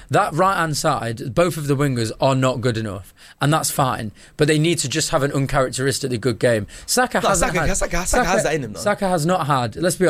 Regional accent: England, United Kingdom; we're English and we're more reserved.

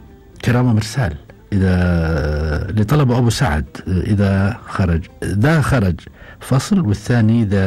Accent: Jordan; وأنا أردني أيضا يا ابن البادية.

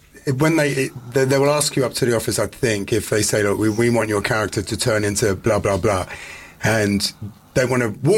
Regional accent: Surrey, South East England, United Kingdom; moved away as an adult; now in Chiswick, London, United Kingdom; I was brought up in Surrey. Moved to London in 1992 when I left. GSA, moved to Crouch End

